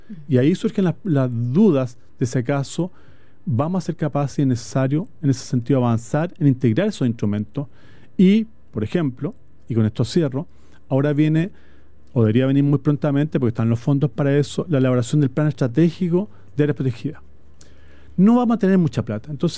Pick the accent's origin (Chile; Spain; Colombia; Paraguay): Chile; Los chilenos y chilenas consideramos que la naturaleza es nuestra identidad.